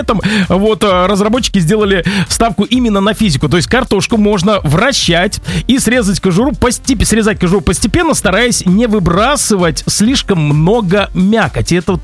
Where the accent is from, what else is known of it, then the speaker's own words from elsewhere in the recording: Belarus; Ну, а мы, белорусы